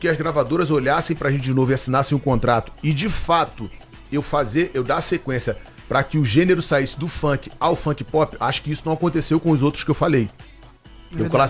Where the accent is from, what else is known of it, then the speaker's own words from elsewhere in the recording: Rio de Janeiro, Brazil; Eu sou da Vila do Pinheiro, eu morei até 27 anos dentro do Complexo da Maré, que é a Vila do João, Vila do Pinheiro, Conjunto de Esperança. Eu nasci na Nova Holanda, eu saio da Nova Holanda com 6 para 7 anos